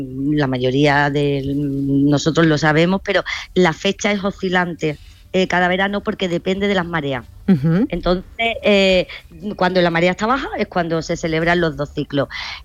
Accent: Seville, Andalusia, Spain; Bueno, perdona, yo soy de Sevilla.

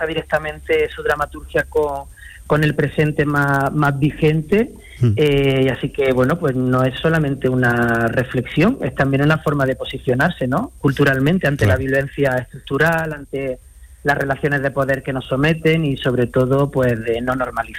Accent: Granada, Andalusia, Spain; also born or lived in Madrid; bueno, pues yo he estado 27 años haciendo cultura y carrera en Madrid. Desde hace 4 años decidí volver a mi tierra. Así que tiene algo de regreso al territorio y me hace mucha ilusión porque, bueno, pues no solamente compartirlo con el público granadino

